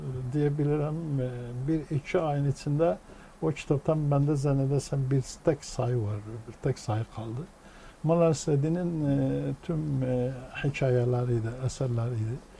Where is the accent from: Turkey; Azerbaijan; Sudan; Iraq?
Iraq; Kirkuk, Kirkuk Governorate; 1949'da işte dünyaya göz açtıktan sonra Kerkük'te ilk eğitimi bitirdikten sonra öğretmenler enstitüsünü